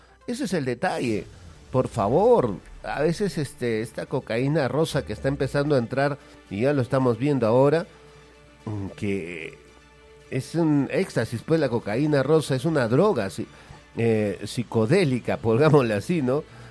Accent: Peru; lastimosamente somos serranos, pues. En realidad no somos serranos, somos andinos

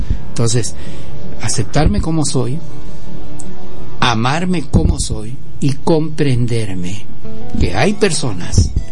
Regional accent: Cajamarca, Peru; porque yo soy de Cajamarca, de la sierra, y siempre … ¿no? Y entonces … porque yo soy indio

